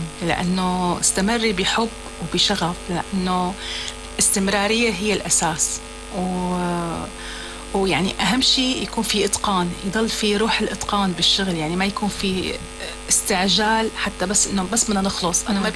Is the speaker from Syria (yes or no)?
yes; Syria; moved away as an adult; also born or lived in Egypt; يعني إذا ببلد الغربة نجحت فمعقولة أفشل ببلدي؟